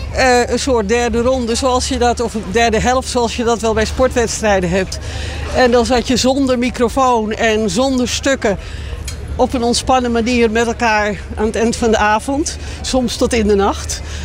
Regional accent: Amsterdam, North Holland, Netherlands; born there; Kijk, ik ben in Amsterdam geboren. Waar je geboren bent, dat blijft altijd van jou op een manier.

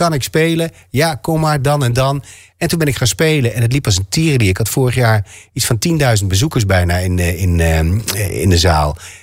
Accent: Groningen, Netherlands; accent: Gronings; dat is gewoon mijn taal waar ik vandaan kom. Als ik met mijn ouders praat, dan praat ik zo

